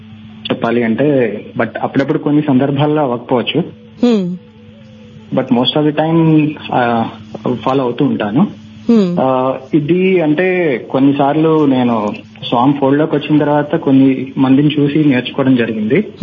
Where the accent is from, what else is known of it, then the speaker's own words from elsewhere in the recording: Visakhapatnam, Andhra Pradesh, India; now in Hyderabad, India; So నేను విశాఖపట్నం నుంచి ప్రస్తుతం హైదరాబాద్ లో జాబ్ చేస్తున్నాను.